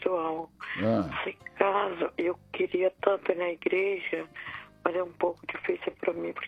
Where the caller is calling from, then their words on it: São Paulo, Brazil; Eu falo aqui da Moca.